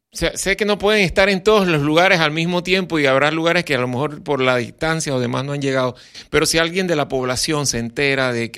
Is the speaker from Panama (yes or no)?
yes; Panama; nuestra identidad como panameños.